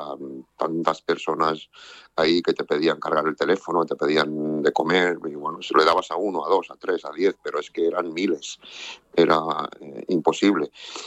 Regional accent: Spain; Somos españoles y sentimos el sentimiento español que hay en Ceuta, ¿no?

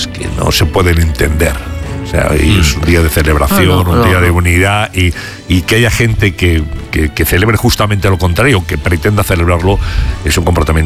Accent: Spain; Pero somos españoles.

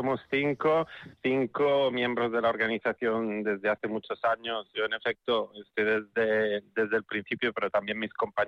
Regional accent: Tarifa, Andalusia, Spain; also born or lived in Italy; Yo, en mi caso, soy italiano, pero me dicen tarifaliano porque crecí en Tarifa desde los 10 años, así que me siento más tarifeño que italiano a veces, pero el acento también me delata.

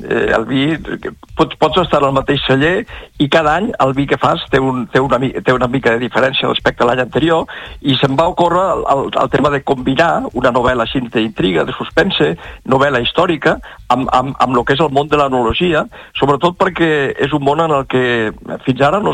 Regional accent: Barcelona, Catalonia, Spain; born there; El meu pare era alemà i vaig néixer allà a Barcelona, em vaig educar a l'escola alemana, però tinc arrels als dos llocs.

